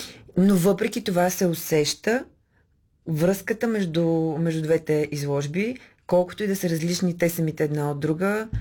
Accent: Burgas, Burgas Province, Bulgaria; Аз съм бургазлийка

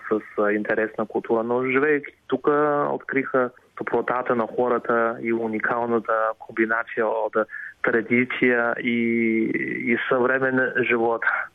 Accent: Beijing, China; Bulgarian is a second language; now in Bulgaria; Аз лично съм роден в Пекин и съм израснал в Пекин, който е един космополитен град.

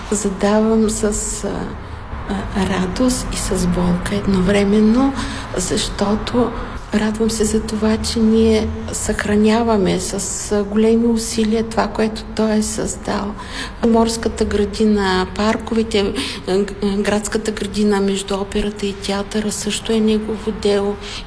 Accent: Varna, Varna Province, Bulgaria; Аз съм от Аспарухово

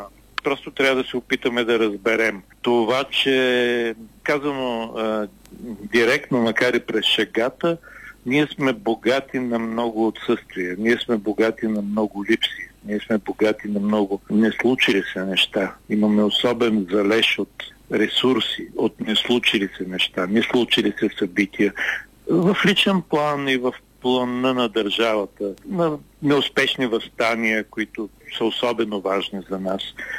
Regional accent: Yambol, Yambol Province, Bulgaria; аз съм от Ямбол, от тази част на южна част на България.

